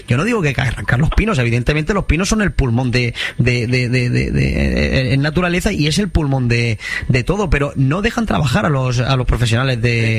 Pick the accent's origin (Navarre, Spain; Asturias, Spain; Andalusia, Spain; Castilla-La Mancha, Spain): Andalusia, Spain; Oria; en mi pueblo, en Oria